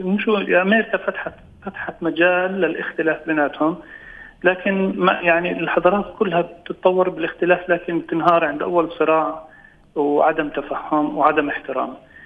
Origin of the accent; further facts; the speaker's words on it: West Bank, Palestine; عندنا بالضفة الغربية